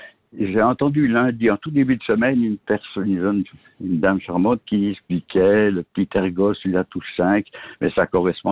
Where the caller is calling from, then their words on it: Châtel, Switzerland; j'habite à Châtel